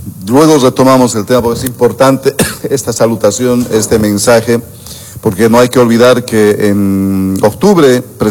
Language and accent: Spanish; Cami, Cochabamba, Bolivia; Hasta de mi pueblo ahí, presidente, Cami, Ayopaya.